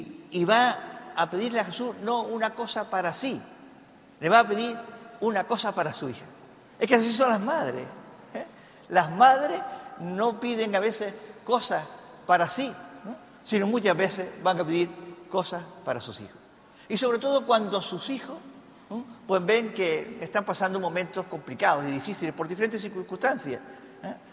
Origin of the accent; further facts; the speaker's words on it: Teror, Canary Islands, Spain; soy aquí de Teror, ¿no? Mi gente, mi familia es de Osorio, ¿no, Ramón? ¿No? Del Pico de Osorio. Soy bisnieto, nieto e hijo de campesinos, de agricultores y de ganaderos